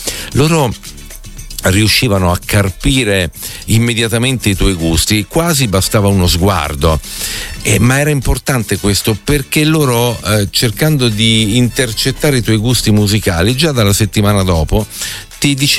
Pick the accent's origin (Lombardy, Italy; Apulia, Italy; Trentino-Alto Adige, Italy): Lombardy, Italy; Milan; da milanese puro sangue